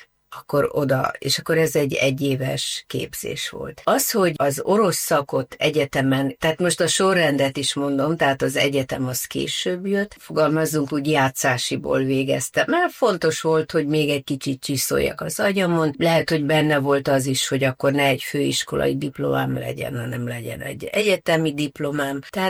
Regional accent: Tiszatenyő, Jász-Nagykun-Szolnok, Hungary; moved away as an adult; also born or lived in Szeged / Szentendre / Budapest; Szolnok, szülővárosom, de nem ott töltöttem a gyerekkoromat, hanem mellette egy nagyon kicsi faluban, Tiszatenyő a neve.

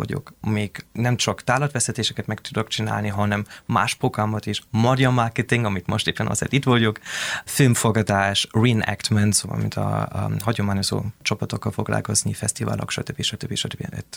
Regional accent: Nagymaros, Pest, Hungary; also born or lived in Germany; Én egy kis időt felnőttem Magyarországon, Nagymaros környéken, az én családommal. Aztán, amikor Németországban végeztem az iskolát, mentem Bécsbe és tanultam hungarológiát

